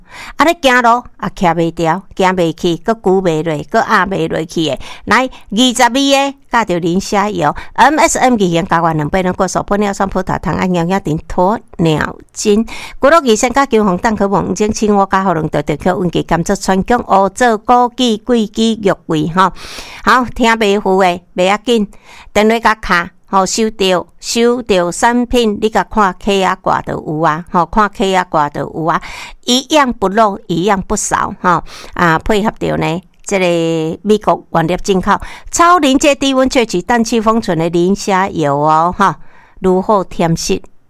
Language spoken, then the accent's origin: Chinese; Taiwan; 身为台湾人